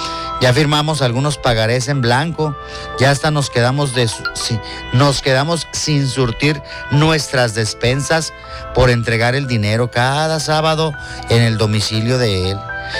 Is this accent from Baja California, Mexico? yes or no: no; Villa Ahumada, Chihuahua, Mexico; Les cuento que somos alrededor de 50 personas en esta situación. Somos de Villa Ahumada, Chihuahua. Vivimos en una comunidad perteneciente a este municipio.